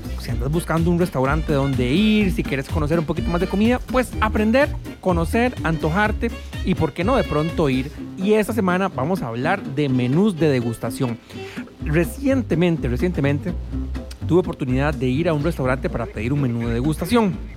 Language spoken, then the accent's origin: Spanish; Costa Rica